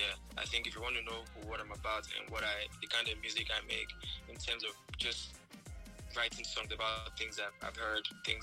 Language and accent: English; Asaba, Delta, Nigeria; born there; also born or lived in Benin City / Ibadan; because I'm from Ibadan, but I was born in Benin City. I lived most of my life in Asaba. My Yoruba don't even hit as much. But before even being a Yoruba man, I'm a Nigerian. Before being a Nigerian, I'm an African.